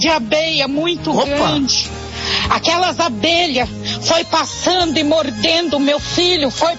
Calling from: Coxim, Mato Grosso do Sul, Brazil; Sou daqui da cidade de Coxim, Mato Grosso do Sul.

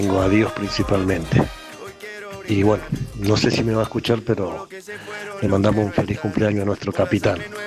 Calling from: Mendoza, Argentina; de Mendoza.

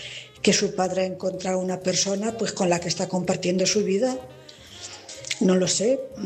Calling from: Cuenca, Castilla-La Mancha, Spain; Buenas noches … corresponsal de Cuenca.

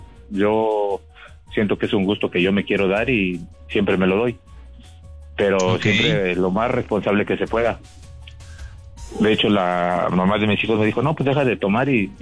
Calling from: Naucalpan, State of Mexico, Mexico; Ella vive en Chimalhuacán y yo vivo en Naucalpan.

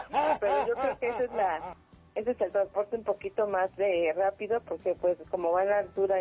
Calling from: Tenango de las Flores, Puebla, Mexico; yo soy un poquito más de por allá, de como de Tenango de las Flores, Huachinango, Puebla, que es muy conocido.

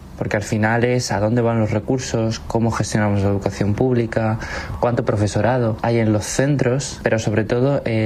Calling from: Community of Madrid, Spain; Yo soy de la Comunidad de Madrid, una de las comunidades con más segregación escolar de todo el estado

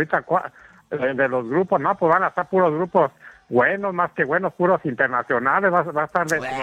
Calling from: Juan Aldama, Mexico

